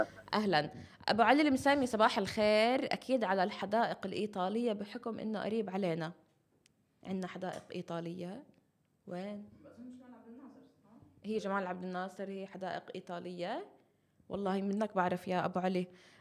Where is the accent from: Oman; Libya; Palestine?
Palestine; Nablus, West Bank; احنا عندنا منتزة العائلات يعني حتى غير انه تراث فهو المكان كتير كتير حلو عندنا بنابلس.